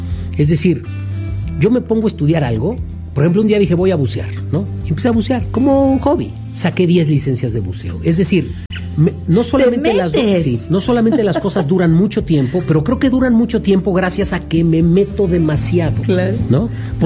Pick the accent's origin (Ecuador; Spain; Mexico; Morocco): Mexico; el hilo conductor son los usos y costumbres de cómo somos los mexicanos.